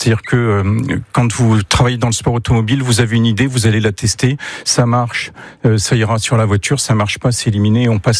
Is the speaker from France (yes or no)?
yes; Grand Est, France; now in Sarthe, France; Moi, je viens d'Alsace.